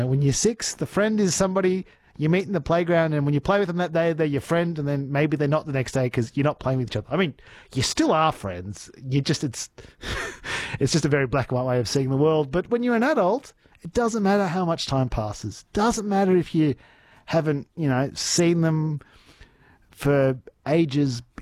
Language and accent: English; Chile; I knew them in primary school growing up in Chile.